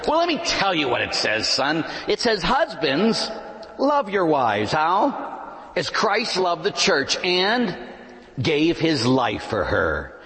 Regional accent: Pittsburgh, Pennsylvania, United States; born or raised there

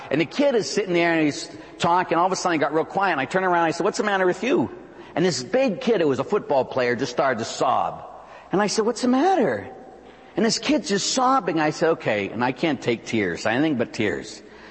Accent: Pittsburgh, Pennsylvania, United States; born or raised there

